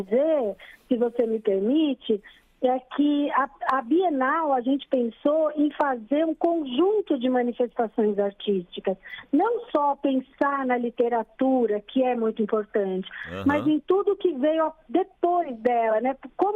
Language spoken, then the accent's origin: Portuguese; São Paulo, Brazil; eu sou de São Paulo